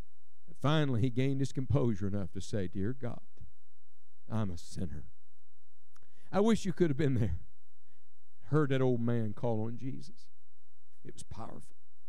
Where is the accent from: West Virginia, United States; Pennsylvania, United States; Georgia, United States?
West Virginia, United States; he said, I understand you're from West Virginia. And I smiled and I said, I am.